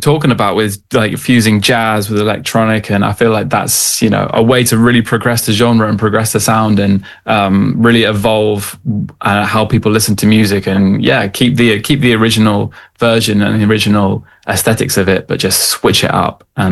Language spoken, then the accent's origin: English; Devon, South West England, United Kingdom; moved away; originally I was from Devon